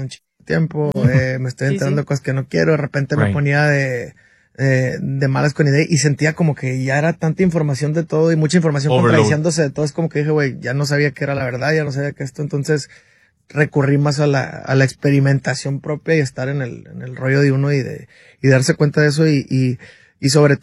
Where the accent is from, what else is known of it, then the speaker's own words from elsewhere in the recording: Sonora, Mexico; Yo las cosas es, soy de Sonora, estamos bien impuestos a la crítica, le llamamos carrilla